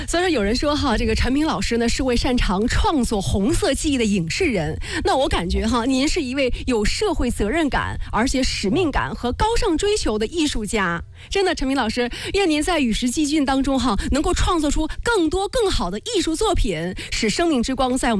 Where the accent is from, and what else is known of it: Shijiazhuang, Hebei, China